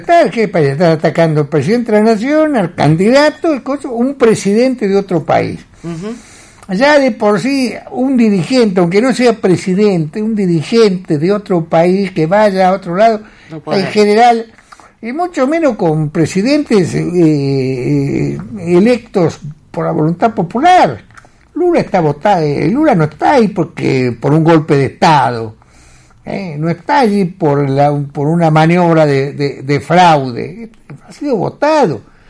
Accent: Argentina; A mí me da vergüenza ajena como argentino

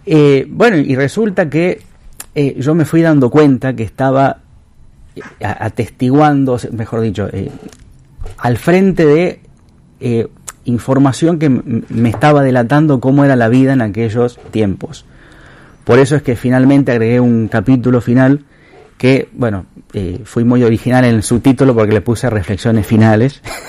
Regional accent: Freyre, Córdoba, Argentina; el libro del centenario de mi pueblo, de Freire, que tiene 40 años. Freire es un pueblo que ya tiene 140, va a cumplir en dos meses.

